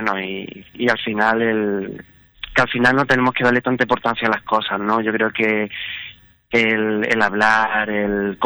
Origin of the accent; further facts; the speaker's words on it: Lucena, Andalusia, Spain; also born or lived in Málaga; Yo soy de Lucena, de Córdoba, pero me siento muy malagueño, estudié en Málaga